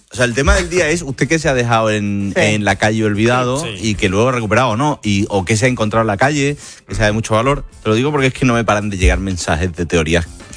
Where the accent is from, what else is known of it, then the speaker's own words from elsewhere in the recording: Seville, Andalusia, Spain; Sabéis que, evidentemente, soy de Sevilla.